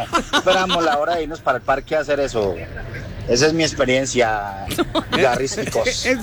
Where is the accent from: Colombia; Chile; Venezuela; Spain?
Colombia; Cali, Valle del Cauca; moved away; recuerdo allá en mi tierra, en Cali